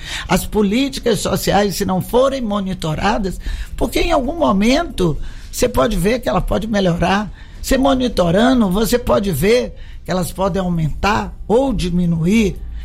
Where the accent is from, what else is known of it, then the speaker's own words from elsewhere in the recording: Northeast Region, Brazil; now in Goiás, Brazil; Você sabe que eu sou nordestina. Goiás me recebeu assim, eu amo esse estado, minhas filhas são goianas